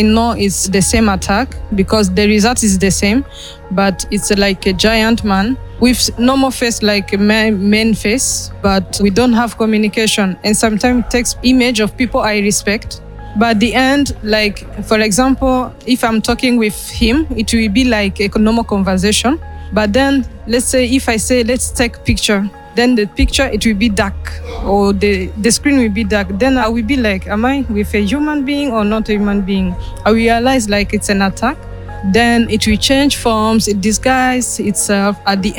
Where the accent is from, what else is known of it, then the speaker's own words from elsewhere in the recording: France; English is a second language; I'm coming from France, and I'm here to confirm the prophecy man of God gave me